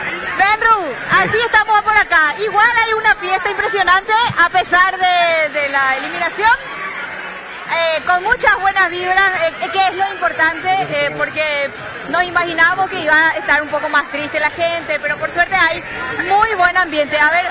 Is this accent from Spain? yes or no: no; Paraguay; Y como todo paraguayo, hasta el último dimos nosotros.